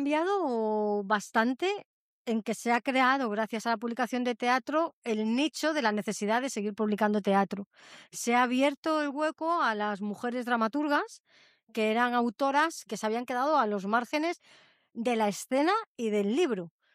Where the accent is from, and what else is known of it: Madrid, Community of Madrid, Spain; now in Bilbao, Spain